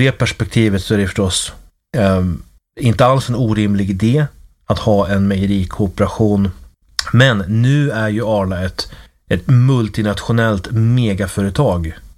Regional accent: Uppsala, Uppsala County, Sweden; Eftersom jag växte upp i Uppsala

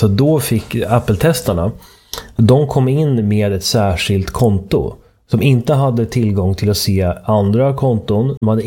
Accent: Sweden; som svensk

